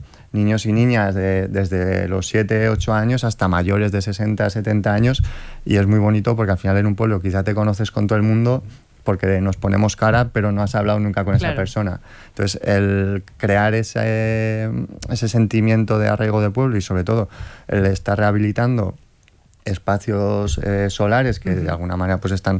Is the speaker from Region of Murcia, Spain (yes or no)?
no; Azagra, Navarre, Spain; he tenido la suerte de estudiar y trabajar fuera muchos años y siempre se me ha llenado la boca cuando he hablado de mi pueblo